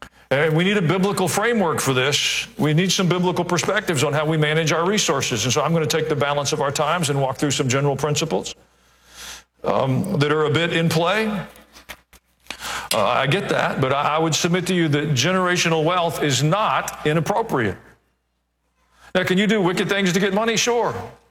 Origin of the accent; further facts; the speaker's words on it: Kansas City, Missouri, United States; born there; I was born in Kansas City, Missouri. I could have been born along the Amazon River.